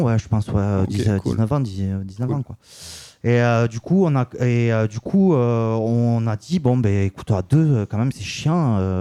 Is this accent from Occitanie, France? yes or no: yes; Toulouse, Occitanie, France; De Toulouse. Je suis toulousain. Je suis un pur toulousain.